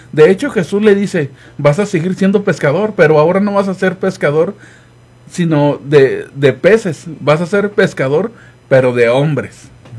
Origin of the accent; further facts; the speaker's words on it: Mexico; moved away; me considero obviamente mexicano